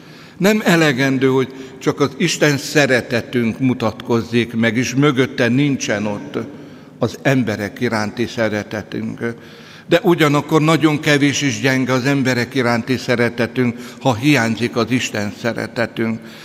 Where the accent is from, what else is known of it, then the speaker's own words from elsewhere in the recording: Hungary; magyar vagyok és keresztény.